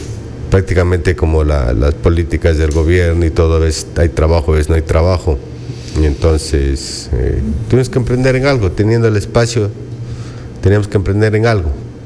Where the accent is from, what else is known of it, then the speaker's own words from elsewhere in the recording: Zamora, Zamora-Chinchipe, Ecuador; also born or lived in Spain; yo soy zamorano, ya tengo 51 años recién cumpliditos